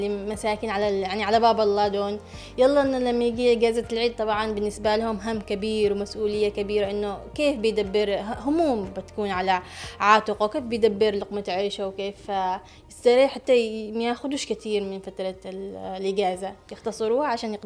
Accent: Yemen; عندنا في اليمن

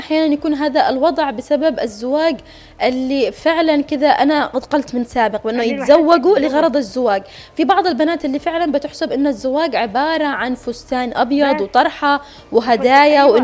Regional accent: Aden, Yemen; accent: Adeni colloquial dialect; إحنا بنسمعه بلهجتنا العامية العدنية

